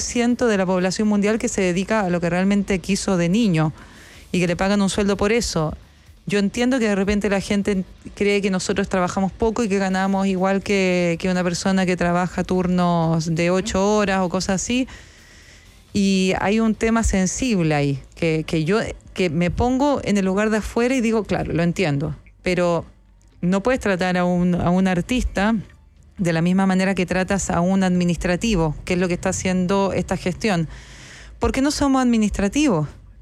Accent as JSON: {"language": "Spanish", "country": "Chile", "moved": "as an adult", "lives_now": "Buenos Aires, Argentina", "said": "porque soy chilena"}